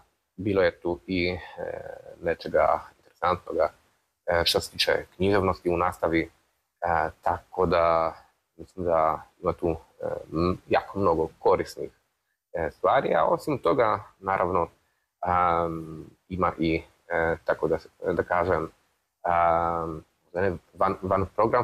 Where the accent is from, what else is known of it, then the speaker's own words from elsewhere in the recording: Kraków, Lesser Poland, Poland; Serbian is a second language; dolazim iz Krakova, iz Poljske. Radim na institutu za slovensku filologiju Jagiellonskog univerziteta u Krakovu